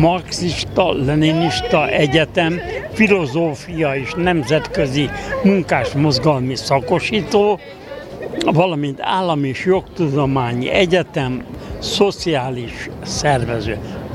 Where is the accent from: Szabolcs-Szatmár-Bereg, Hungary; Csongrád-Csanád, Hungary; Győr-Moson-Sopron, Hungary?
Szabolcs-Szatmár-Bereg, Hungary; Gávavencsellő; moved away; És én mivel cigány kunyhóból jöttem, cigányokkal együtt laktam, egy olyan településen, nevét is megnevezem természetes, mert büszke vagyok rá, Szabolcs-Szatmár megyéből